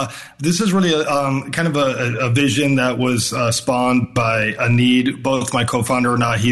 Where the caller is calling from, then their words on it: Chicago, Illinois, United States; I'm coming in from Chicago